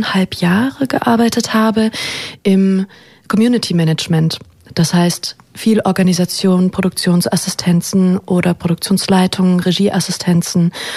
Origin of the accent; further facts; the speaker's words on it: Bietigheim-Bissingen, Baden-Württemberg, Germany; born there; moved away as an adult; also born or lived in near Ulm / Dresden / Mainz / Hildesheim; now in Braunschweig, Germany; Ich bin eigentlich in der Nähe von Ulm geboren. Und dann sind wir in das schöne kleine Städtchen Bietigheim-Bissingen gezogen. Das ist in der Nähe von Stuttgart. Dann bin ich nach dem Abitur nach Dresden gezogen, um da ein Jahr zu arbeiten und Praxiserfahrung zu sammeln.